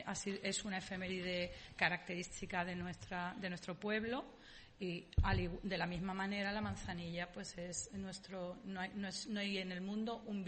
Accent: Andalusia, Spain; Somos andaluces, nos gusta la libertad, nos gusta vivir la vida con alegría.

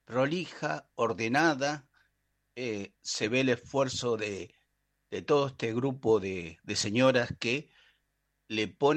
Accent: Cipolletti, Río Negro, Argentina; maestro mayor de obra, nacido y criado en Cipolletti.

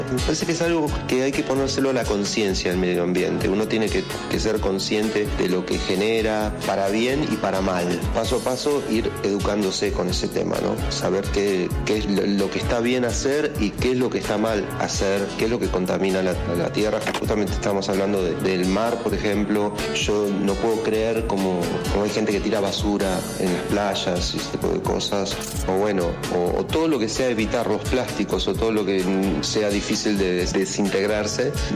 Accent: Argentina; Bueno, qué decirles de mí. Soy cantante pop de Argentina.

